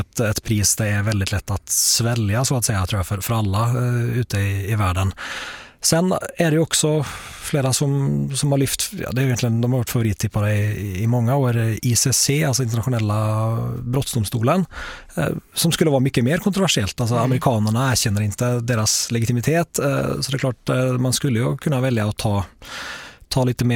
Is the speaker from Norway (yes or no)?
yes; Norway; När jag var ung i Norge